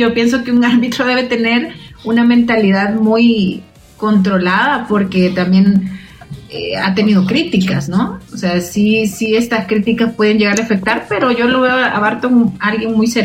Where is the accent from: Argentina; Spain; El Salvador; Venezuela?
El Salvador